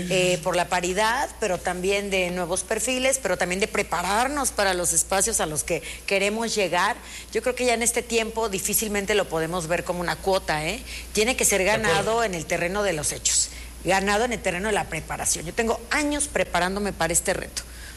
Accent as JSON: {"language": "Spanish", "town": "Morelia", "region": "Michoacán", "country": "Mexico", "said": "soy moreliana, tengo aquí mi corazón, mis hijos aquí nacieron, aquí estudian, toda mi familia está aquí, no me pienso ir a ningún lado, quiero dejar una diferencia aquí en mi terruño querido."}